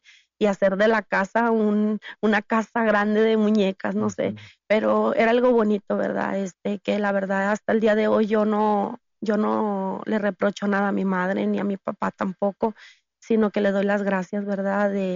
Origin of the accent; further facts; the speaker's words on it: San Nicolás de los Garza, Nuevo León, Mexico; also born or lived in Monterrey; Soy de aquí de Monterrey, Nuevo León. Vivimos en toda mi adolescencia y mi infancia, lo vivimos en San Nicolás de los Garza.